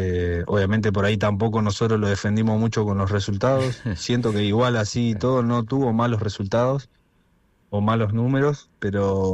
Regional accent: Tigre, Buenos Aires Province, Argentina; De Tigre, Buenos Aires, zona norte

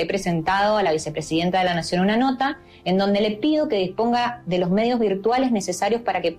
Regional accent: Argentina; mi derecho, mi deber y mi obligación como argentina y mujer del interior

